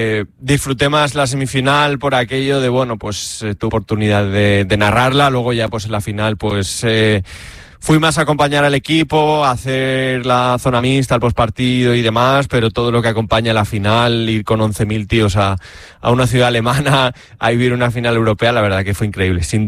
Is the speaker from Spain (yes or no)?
yes; Villanueva de la Cañada, Community of Madrid, Spain; mi pueblo es lo que es, que eso, bueno, es Villanueva de la Cañada, que está pues a una media hora en coche más o menos del centro de Madrid.